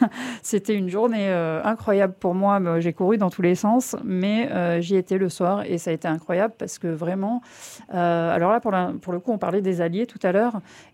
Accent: Toulon, Provence-Alpes-Côte d'Azur, France; Enfin, nous, on est de Toulon, depuis des années, et en fait, on voit les jeunes partir, quoi.

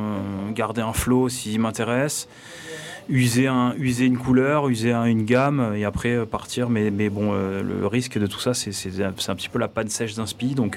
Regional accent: Toulon, Provence-Alpes-Côte d'Azur, France; je suis natif de Toulon, raised and born in Toulon, comme on dit.

